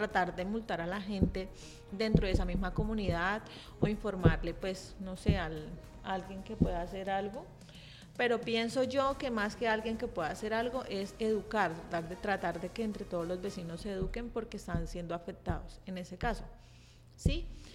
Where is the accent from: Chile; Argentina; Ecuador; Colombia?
Colombia; Rivera, Huila; yo soy de Rivera